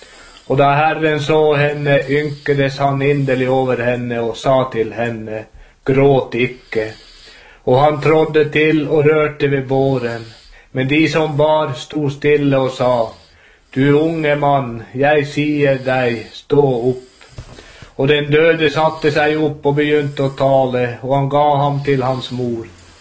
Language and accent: Swedish; Alta, Finnmark, Norway; när jag kommer ifrån Alta.